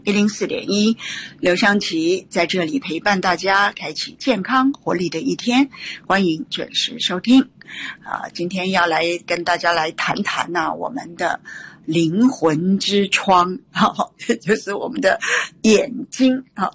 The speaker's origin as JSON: {"language": "Chinese", "country": "Taiwan", "said": "我们在台湾，我们台湾人啊，很糟糕的啊，从小很多人就四眼田鸡，而且近视率非常高啊。"}